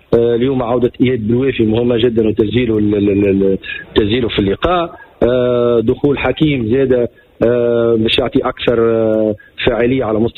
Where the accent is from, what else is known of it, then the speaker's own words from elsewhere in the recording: Tunisia; من أحسن كفاءات عندنا في تونس